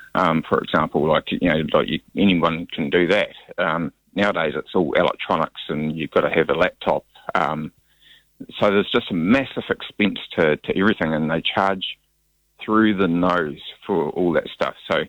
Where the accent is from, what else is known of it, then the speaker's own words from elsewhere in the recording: Stewart Island, Southland, New Zealand; I'm from Stewart Island.